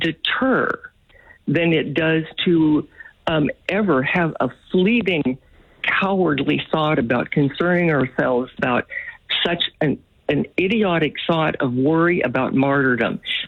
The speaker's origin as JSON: {"language": "English", "country": "United States", "said": "My thought as an American"}